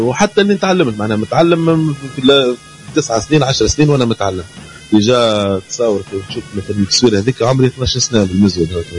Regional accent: Djerba, Medenine, Tunisia; هنا في جربة

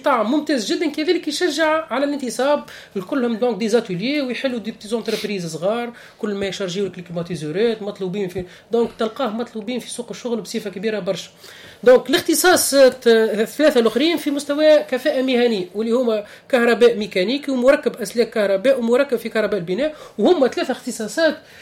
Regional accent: Kalaa Kebira, Sousse Governorate, Tunisia; اللي عندنا في تونس. تو احنا في القلعه الكبيره عندنا برشا دي شين دي مونتاج نتاع الكتروميناجي

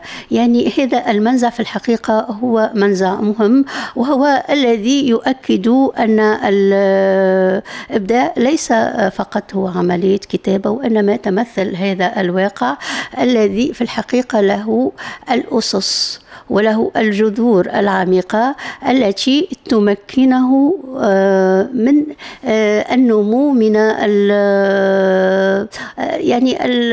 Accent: Tunisia; نحن كمجتمع تونسي

